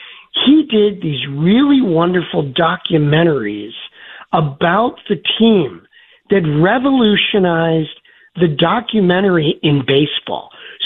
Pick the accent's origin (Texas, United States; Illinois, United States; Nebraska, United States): Illinois, United States; Chicago; I got to see Bravos games all the time growing up in Chicago